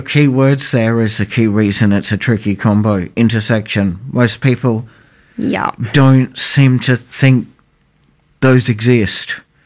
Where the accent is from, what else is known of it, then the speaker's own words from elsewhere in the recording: Adelaide, South Australia, Australia; now in Melbourne, Australia; I especially found it hard before I moved to Melbourne, because I grew up in Adelaide and I moved here in 2019.